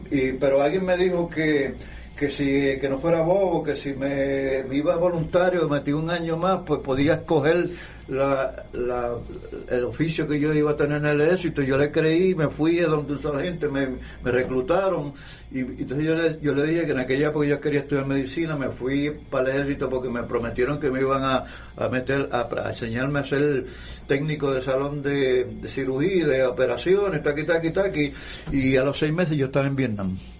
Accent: Puerto Rico; yo como todo puertorriqueño de los 60

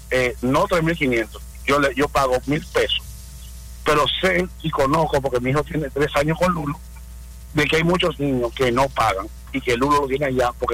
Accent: Quisqueya, San Pedro de Macorís, Dominican Republic; yo soy de Quisqueya, ahí me crié.

